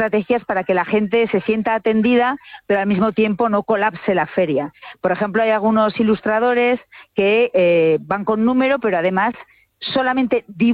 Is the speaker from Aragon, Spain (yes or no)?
yes; Zaragoza, Aragon, Spain; había un chaval de mi tierra, por cierto, de Zaragoza